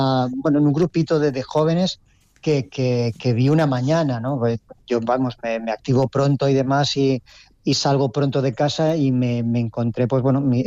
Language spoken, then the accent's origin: Spanish; Valencia, Valencian Community, Spain; Sí, claro. Y además no vivo lejos. Vivo pues al otro lado del río, pero bueno, pero mi zona siempre ha sido San Marcelino, siempre ha sido más hacia la Cruz Cubierta, toda esa parte